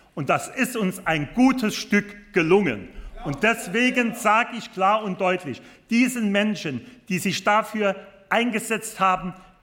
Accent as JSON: {"language": "German", "town": "St. Wendel", "region": "Saarland", "country": "Germany", "tie": "born or raised there", "said": "in meiner Heimatstadt in St. Wendel, in der Stadt des heiligen Wendelin."}